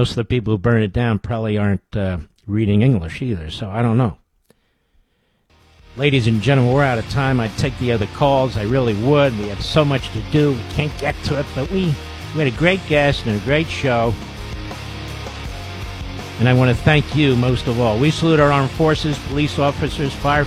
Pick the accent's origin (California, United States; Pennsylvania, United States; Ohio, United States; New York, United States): Pennsylvania, United States; Philadelphia; really put it in my hometown of Philadelphia.